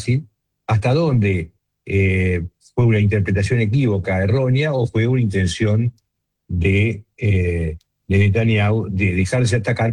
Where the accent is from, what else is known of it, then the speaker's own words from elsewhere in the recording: Argentina; que soy paisano y que de alguna manera yo soy un argentino